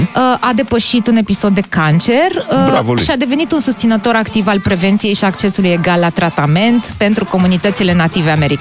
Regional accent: Romania; bine, noi suntem și români, nu?

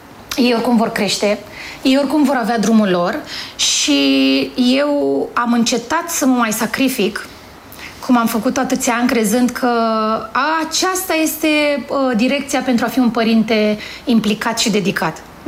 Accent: Bogați, Romania; la noi acolo în spate, la Bogați, unde am crescut, adică în Ozana

